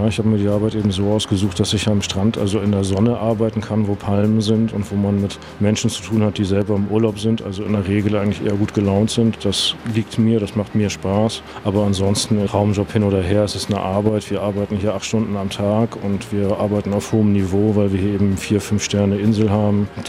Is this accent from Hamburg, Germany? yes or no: yes; Hamburg, Germany; moved away as an adult; now in Maldives; kann ich einmal im Jahr nach Deutschland fahren, nach Hause. Und ich komme aus dem hohen Norden, aus Hamburg.